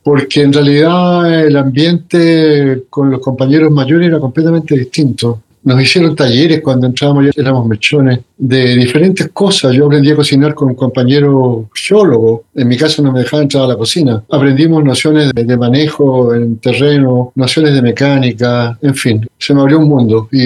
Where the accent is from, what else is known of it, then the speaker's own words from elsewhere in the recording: Santiago, Santiago Metropolitan Region, Chile; born there; Yo nací en Santiago, en 1952. Soy parte de una familia numerosa, tengo 7 hermanos, soy el mayor.